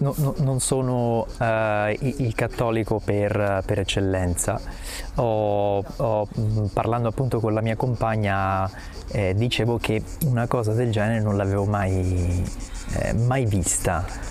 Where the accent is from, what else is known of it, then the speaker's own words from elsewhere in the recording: Cosenza, Calabria, Italy; vengo da Cosenza in Calabria. Ho 33 anni